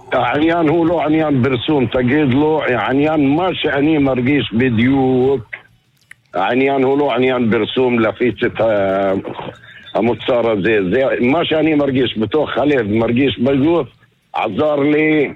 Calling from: Nazareth, Northern District, Israel; انا من الناصري.

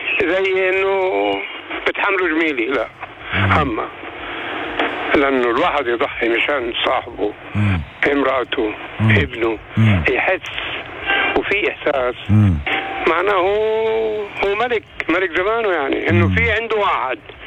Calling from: Haifa, Haifa District, Israel; أنا من حيفا.

